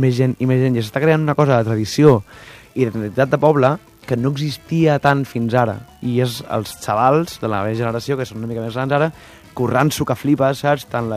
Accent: Cambrils, Catalonia, Spain; de Cambrils de tota la vida i orgullosíssim.

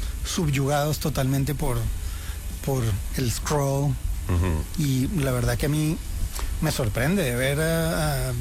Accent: Colombia; now in United States; Yo soy colombiano.

